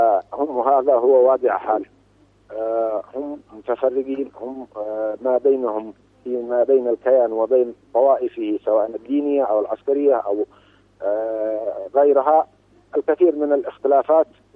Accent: Yemen; نحن شعب يمني

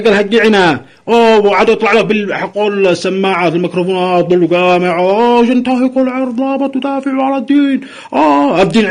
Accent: Yemen; نحن مجتمع يمني متماسك، ثقافة واحدة، دين واحد، أخلاق واحدة، عادة وتقاليد كل نفس الشيء

